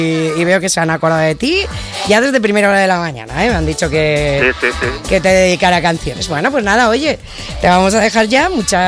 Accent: Aragon, Spain; now in Barbastro, Spain; te has elegido alguien de mi tierra, que ellos son de Zaragoza, ¿eh? Y yo estoy en Aragón.

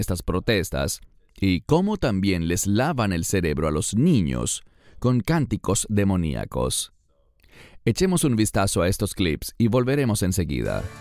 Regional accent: Colombia; Yo vengo de Colombia apoyando la protesta en Colombia y ahora estamos apoyando la protesta aquí en Nueva York.

